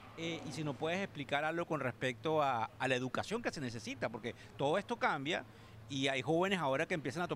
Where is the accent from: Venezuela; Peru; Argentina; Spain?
Venezuela; moved away; tú y yo somos venezolanos.